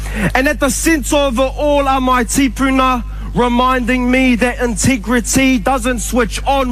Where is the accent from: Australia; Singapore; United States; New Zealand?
New Zealand; Kawerau, Bay of Plenty; for too long the world has only skimmed the footnotes of my hometown